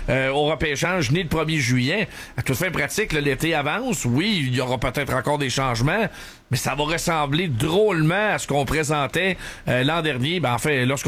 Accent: Montreal, Quebec, Canada

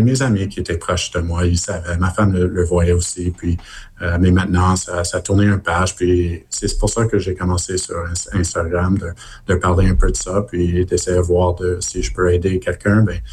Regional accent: Montreal, Quebec, Canada; Même si j'ai grandi à Montréal, moi, c'est sûr que je suis un fan de Montréal

